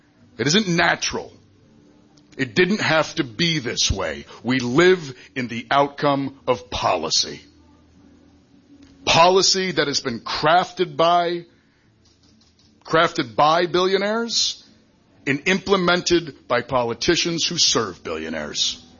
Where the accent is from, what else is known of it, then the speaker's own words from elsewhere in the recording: Blue Hill, Maine, United States; Now, I was born in 1984 in Blue Hill, back when you could do that.